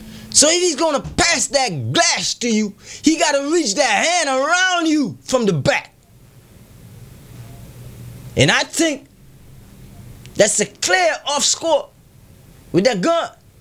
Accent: Antigua & Barbuda; contribute to the martial art realm here in Antigua and the Caribbean, you know, because we're West Indian

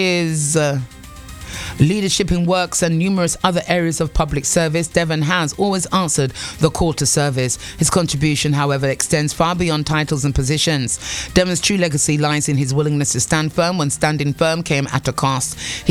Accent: St. Lucia; I'm from St. Lucia, so it reminds me a lot of home. Small island people, we understand.

